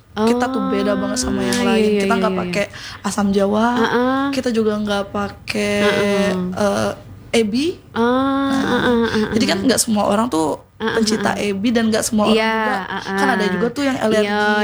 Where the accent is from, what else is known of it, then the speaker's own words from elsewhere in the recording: Bengkulu, Indonesia; Kita asli Bengkulu, asli Bengkulu.